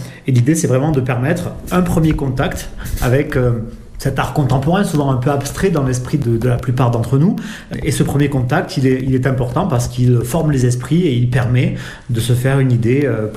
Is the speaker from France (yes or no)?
yes; Cahors, Occitanie, France; born there; now in Pamiers, France; Mais je suis né dans le Lot, à Cahors, et pas très très loin. j'ai travaillé longtemps à Paris, un peu aux États-Unis.